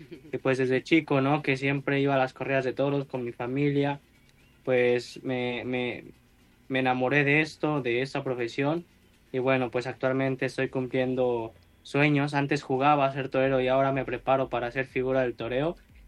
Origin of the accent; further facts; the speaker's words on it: Apizaco, Tlaxcala, Mexico; moved away as an adult; now in Spain; yo soy originario de Apizajo, Tlaxcala.